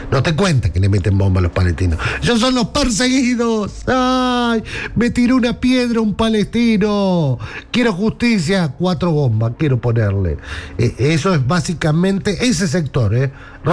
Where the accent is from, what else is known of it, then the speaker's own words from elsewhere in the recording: Argentina; El negocio salió mal porque vio cómo somos los argentinos.